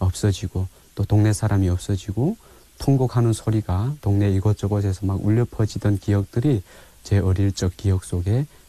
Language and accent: Korean; South Hamgyong, North Korea; now in South Korea; 북한의 고향은 함경남도 동해바다 지역에서 태어나서 자랐고요. 제가 92년도에 태어났는데요.